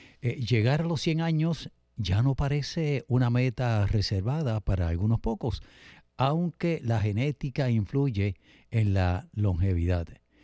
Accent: Bayamón, Puerto Rico; De hecho, en mi barrio, donde yo nací y me crié, y donde vive parte de mi familia, porque después me mudé un poco más arriba

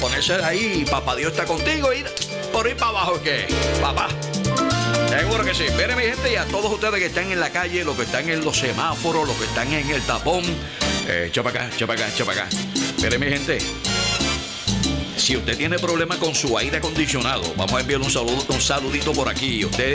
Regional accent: Sabana Grande, Puerto Rico; mi gente de Sabana Grande, la gente de mi barrio Molina, que me crié allá en Molina, Molina City

